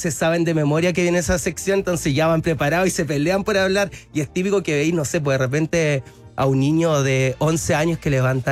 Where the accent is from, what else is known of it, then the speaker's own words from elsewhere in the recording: Curicó, Maule, Chile; somos de Curicó